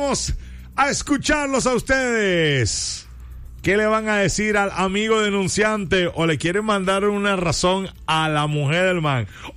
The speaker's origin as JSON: {"language": "Spanish", "country": "Colombia", "also_born_or_lived": "Bogotá", "lives_now": "United States", "said": "O sea, cuando yo viví en Bogotá, yo respetaba que yo vivía en otra ciudad. Soy colombiano, pero yo respeto que tiene sus costumbres, sus vainas."}